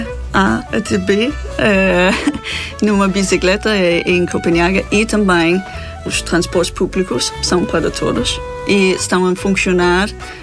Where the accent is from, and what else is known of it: North Denmark Region, Denmark; born or raised there; Portuguese is a second language; now in Portugal